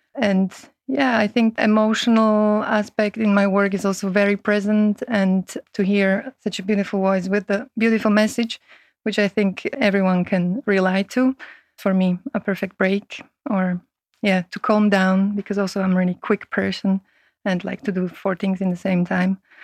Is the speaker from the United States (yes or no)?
no; Slovakia; English is a second language; moved away; I come from Slovakia